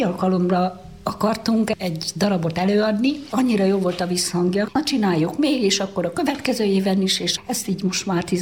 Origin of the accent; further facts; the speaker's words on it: Nagybakónak, Zala, Hungary; a Nagybakónaki Szákai Színjátszók vezetője vagyok. Én itt születtem, már 66 éve itt élek, nagyon szeretek itt élni.